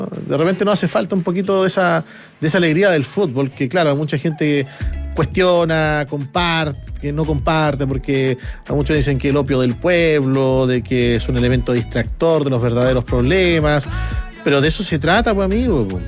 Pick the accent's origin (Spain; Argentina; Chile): Chile